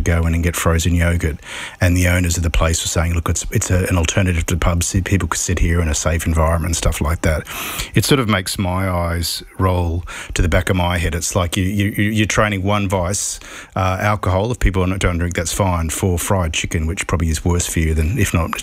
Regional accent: Australia; moved away; I know growing up in Australia, if you're underage, you went to Macca's or McDonald's

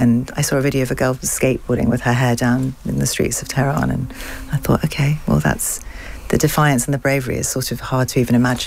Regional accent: London, United Kingdom; isn't that the joy of being a Londoner

